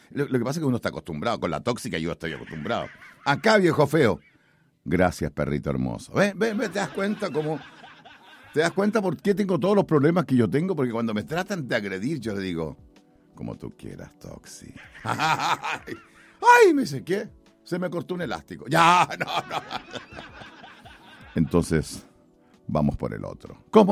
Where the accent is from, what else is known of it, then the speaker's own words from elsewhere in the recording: Chile; Nosotros somos chilenos de Chile.